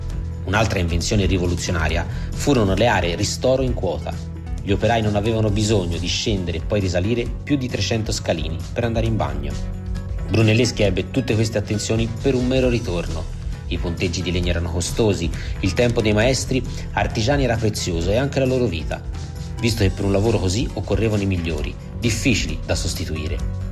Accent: Florence, Tuscany, Italy; da buon fiorentino sono molto orgoglioso della cupola del Duomo.

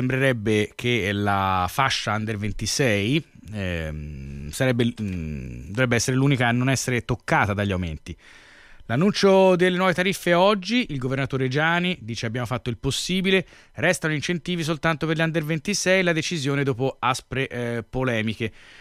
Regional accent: Tuscany, Italy; tutti noi come toscani

